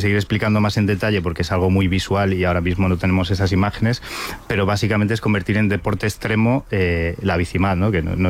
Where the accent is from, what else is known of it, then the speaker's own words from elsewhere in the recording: A Coruña, Galicia, Spain; Va a ser porque soy de Coruña, sí, Pedro.